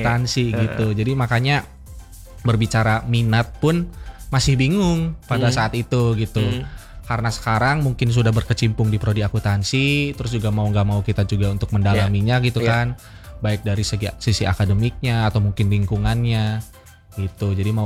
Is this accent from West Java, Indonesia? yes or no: yes; Majalengka, West Java, Indonesia; Aku kan lahir di Majalengka dan besar tumbuh besar juga di Majalengka.